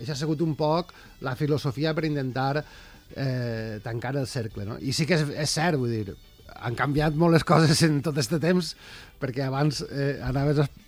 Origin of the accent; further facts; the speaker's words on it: Pego, Valencian Community, Spain; som de Pego i és una cosa que ens estira molt